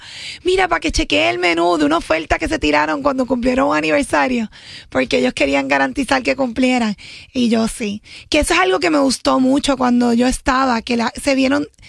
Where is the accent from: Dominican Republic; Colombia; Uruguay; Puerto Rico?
Puerto Rico; Yo por mi parte quise hacer esa página porque como puertorriqueña me frustro también por el mal servicio que recibimos y para que esa sentencia no se convierta en letra muerta